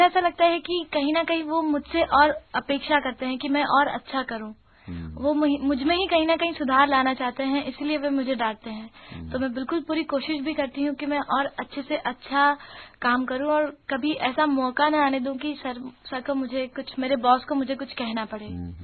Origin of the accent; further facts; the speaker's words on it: Indore, Madhya Pradesh, India; born there; संतोष जी, इंदौर में ही मेरा जन्म हुआ है